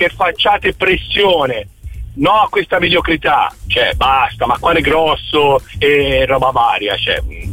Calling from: Ponsacco, Tuscany, Italy; io sono di Ponzacco

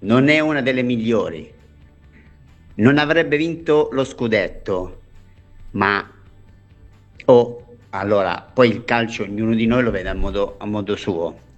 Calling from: Varese, Lombardy, Italy

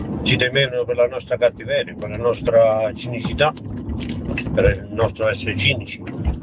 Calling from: Toronto, Ontario, Canada; da Toronto.

